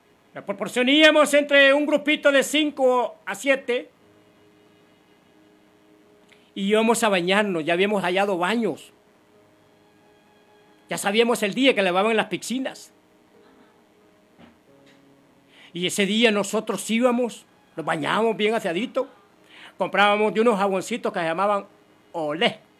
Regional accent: San Francisco Gotera, Morazán, El Salvador; Los semiteros somos de Gotera, departamento de Morazán. De ahí somos nosotros los semiteros

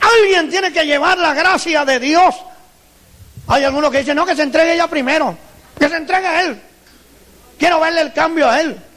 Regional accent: Italy; Porque yo también era religioso. Y yo soy italiano.

